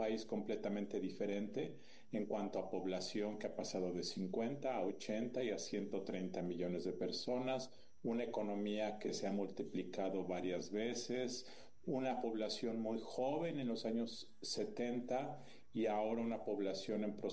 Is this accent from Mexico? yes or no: yes; Mexico